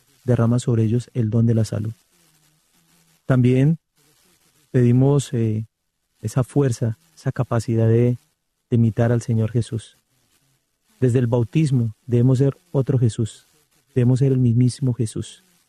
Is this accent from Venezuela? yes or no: no; Puerto Boyacá, Boyacá, Colombia; Yo soy de Puerto Boyacá, Boyacá.